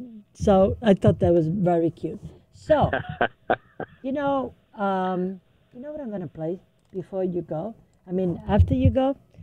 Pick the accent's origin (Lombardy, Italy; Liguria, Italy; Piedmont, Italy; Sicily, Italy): Sicily, Italy; now in United States; io sono siciliana ed io ho vissuto sempre su un'isola, Long Island, l'isola della Sicilia.